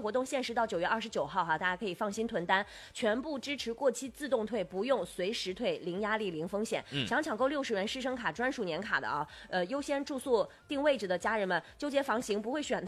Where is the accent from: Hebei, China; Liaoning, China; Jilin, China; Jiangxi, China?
Jiangxi, China; 我们江西人有自己的张凌赫